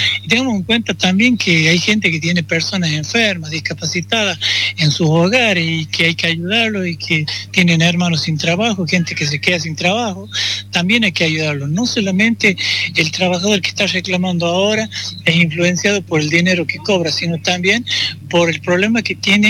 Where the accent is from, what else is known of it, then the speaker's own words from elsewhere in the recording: La Rioja, Argentina; como riojano que soy, porque soy riojano